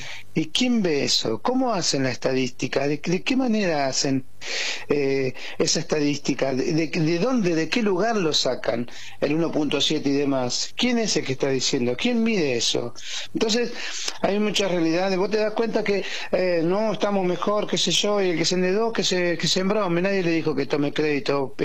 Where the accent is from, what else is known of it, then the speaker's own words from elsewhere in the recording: Argentina; ojalá que como argentino este país salga adelante.